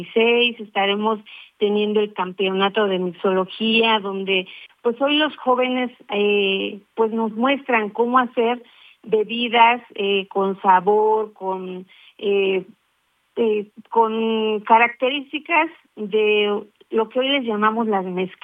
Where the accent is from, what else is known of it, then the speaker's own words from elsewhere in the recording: Puebla, Mexico; nosotros como poblanos